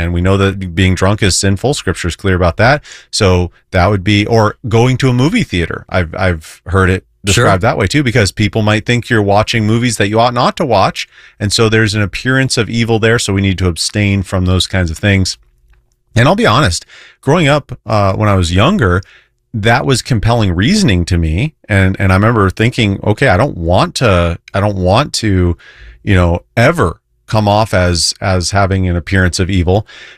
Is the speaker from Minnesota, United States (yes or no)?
yes; Minnesota, United States; moved away; So I love growing up in Minnesota, love going back to visit my parents there. They still live there in northern Minnesota.